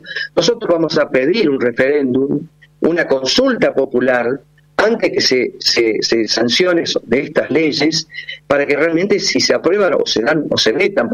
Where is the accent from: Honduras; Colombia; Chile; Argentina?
Argentina